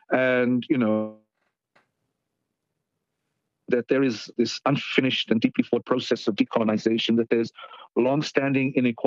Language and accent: English; Suva, Central Division, Fiji; but I'm also from Fiji, from Suva, from the province of Rewa.